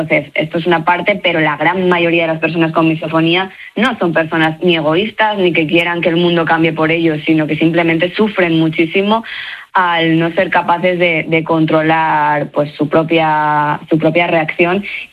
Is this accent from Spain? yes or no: yes; León, Castile and León, Spain; Pero bueno, yo pues soy de León. ¿De dónde he salido? De León, concretamente.